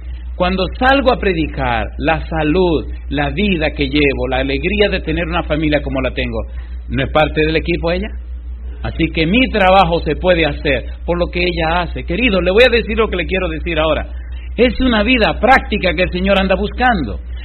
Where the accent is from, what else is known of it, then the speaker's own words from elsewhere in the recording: Dominican Republic; en una ciudad que se llama La Romana en mi país